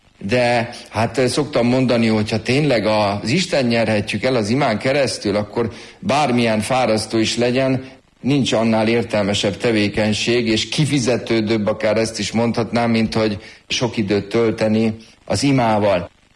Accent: Sopron, Győr-Moson-Sopron, Hungary; Soproni származású vagyok

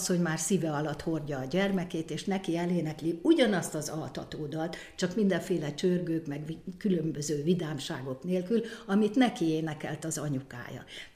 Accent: Hungary

